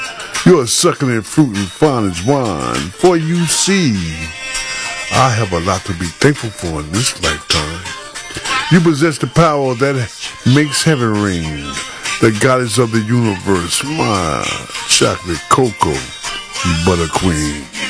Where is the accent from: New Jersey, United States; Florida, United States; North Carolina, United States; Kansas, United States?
New Jersey, United States; Jersey City; I grew up in Jersey City